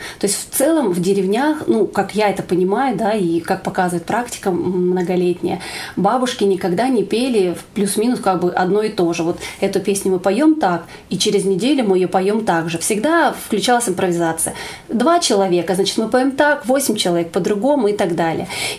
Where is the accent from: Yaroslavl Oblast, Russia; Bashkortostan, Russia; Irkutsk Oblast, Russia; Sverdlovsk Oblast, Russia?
Irkutsk Oblast, Russia; Irkutsk; moved away as an adult; now in Central Russia; Я родилась в городе Иркутске, в Иркутской области. Там я жила, получала образование, начальное образование, музыкальное образование.